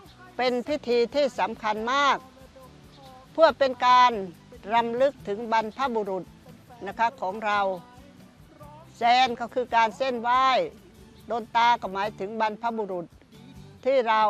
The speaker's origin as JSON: {"language": "Thai", "town": "Ta Phraya", "region": "Sa Kaeo", "country": "Thailand", "tie": "born or raised there", "said": "ซึ่งดิฉันก็เกิดที่นี่ตอนนี้อายุ62ปีก็ถือว่าอยู่62ปีแล้วล่ะ"}